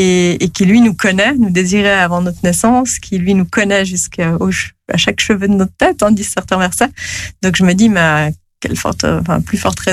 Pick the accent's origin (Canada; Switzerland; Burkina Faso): Switzerland; Geneva